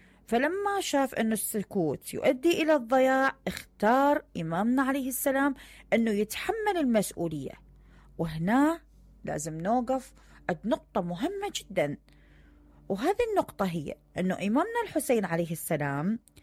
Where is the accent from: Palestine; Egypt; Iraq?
Iraq; accent: Iraqi; خلينا نقول بلهجتنا العراقية